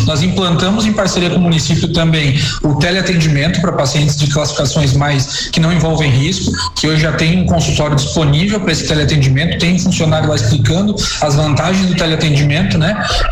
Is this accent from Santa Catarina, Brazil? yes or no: yes; Armazém, Santa Catarina, Brazil; also born or lived in Tubarão / Florianópolis; Então, eu sou de Armazém, né?